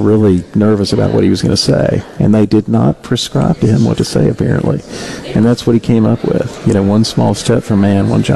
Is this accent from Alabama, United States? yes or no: yes; Birmingham, Alabama, United States; It's exciting. I'm from Birmingham.